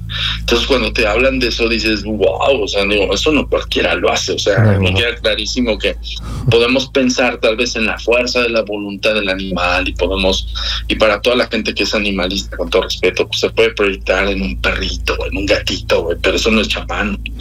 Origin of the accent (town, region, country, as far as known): Mexico